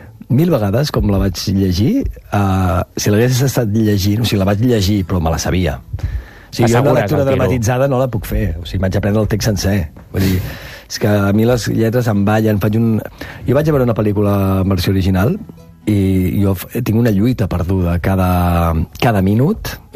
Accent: Verges, Catalonia, Spain; born or raised there

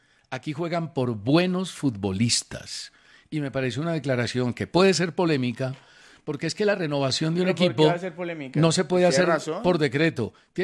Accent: Colombia; Y es un problema de que somos colombianos.

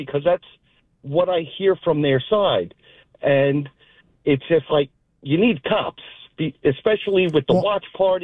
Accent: New York, United States; I grew up in New York. I still live in New York.

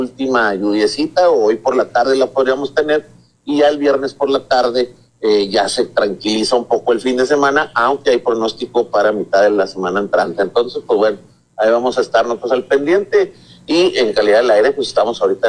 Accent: Ciudad Juárez, Chihuahua, Mexico; aquí los que somos de Juárez desde hace muchos años

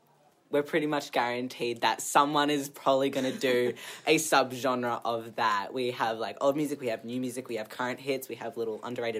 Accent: Melbourne, Victoria, Australia; growing up in Banyul, it can be kind of a very suburban place

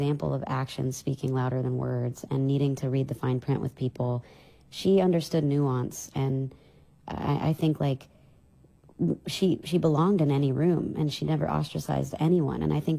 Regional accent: Meridian, Mississippi, United States; born or raised there

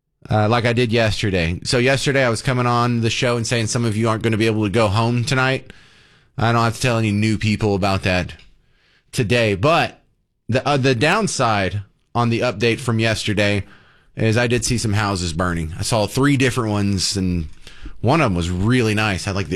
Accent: Texas, United States; Now, I was born and raised in Texas. Was here for the first 29 years of my life, but success in radio made me had to go to other markets.

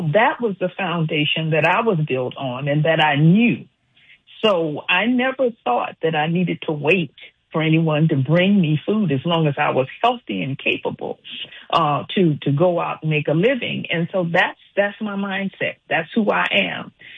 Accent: Johnsonville, South Carolina, United States; moved away as an adult; now in Atlanta, United States; I came from Johnsonville, South Carolina. We were sharecroppers.

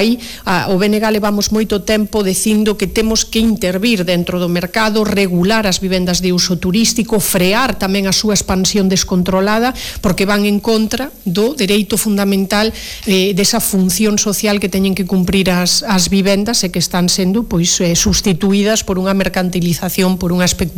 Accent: Galicia, Spain; creo que é importante que nos xogamos moito nestas eleccións este 29 de novembro como galegas e como galegos

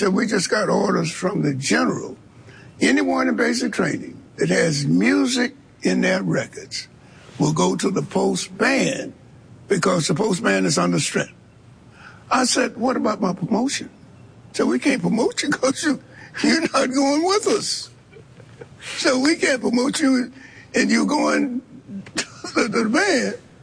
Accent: Shreveport, Louisiana, United States; now I grew up in Shreveport

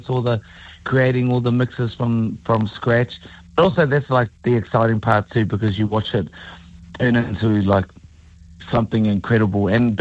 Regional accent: New Zealand; I'm sure every New Zealander's grown up with, especially in my generation, which I'm only 22.

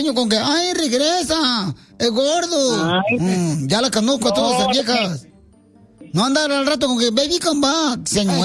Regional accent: Michoacán, Mexico; y yo soy de Michoacán, le quiero ayudar.

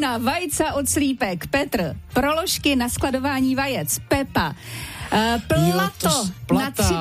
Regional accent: Moravia, Czechia; tím, že jsem z Moravy, tak já to vím.

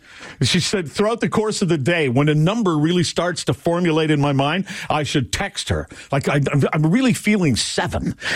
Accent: Gilbert Plains, Manitoba, Canada; also born or lived in Grandview; I always say that I'm from Gilbert Plains, Manitoba, but I wasn't born there. I was born in a town down the road in Manitoba, not far away, called Grandview, Manitoba.

